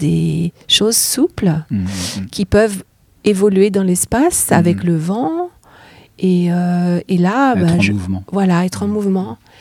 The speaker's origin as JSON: {"language": "French", "town": "Angers", "region": "Pays de la Loire", "country": "France", "said": "je suis originaire d'Angers"}